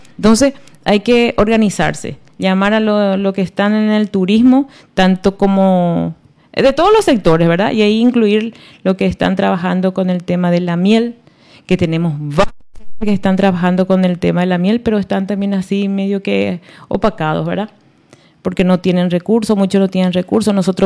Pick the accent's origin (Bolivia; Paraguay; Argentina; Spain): Paraguay; Nueva Alborada, Itapúa; nosotros también aparte somos afectados de Yacineta. Yacineta nos debe muchísimo a nosotros, a los de Nueva Alborada